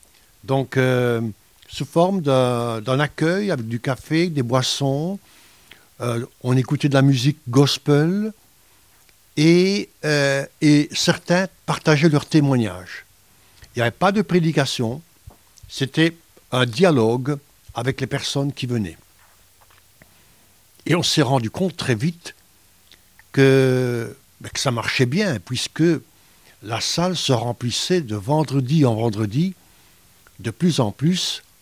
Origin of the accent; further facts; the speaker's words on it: Liège, Wallonia, Belgium; J'ai grandi ici à Liège, en Belgique. Et nous avons ensemble commencé notre ministère en 1980. Donc j'ai 75 ans maintenant